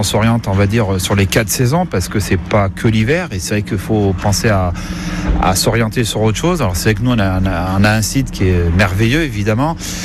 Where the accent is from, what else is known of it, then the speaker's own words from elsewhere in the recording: La Morte, Auvergne-Rhône-Alpes, France; Alors moi je suis un enfant du pays, je suis natif de l'Alpe du Grand Serre, commune de la Morte, et j'y suis toujours et j'essaierai de rester là ici jusqu'à la fin de ma vie